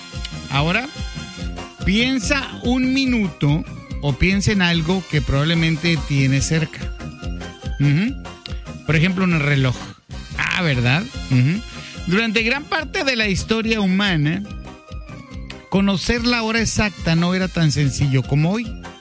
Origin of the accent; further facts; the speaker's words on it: Moctezuma, Sonora, Mexico; moved away; Yo me acuerdo cuando era morrito, sí, porque una vez fui morrito, déjeme decirle, en mi pueblo de Tangamandapio, allá, en Moctezuma, Sonora